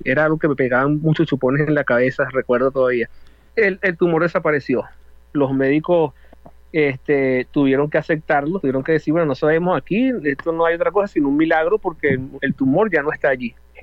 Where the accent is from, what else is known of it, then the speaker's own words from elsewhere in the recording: Venezuela; somos venezolanos y vivimos en Venezuela